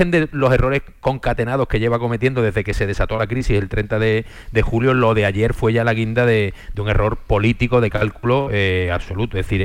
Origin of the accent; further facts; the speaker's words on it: Cádiz, Andalusia, Spain; puedo decir a boca llena y muy orgulloso que soy de Cádiz y todo el mundo, uy, de Cádiz, magnífico, que soy andaluz estupendo, y dices que soy español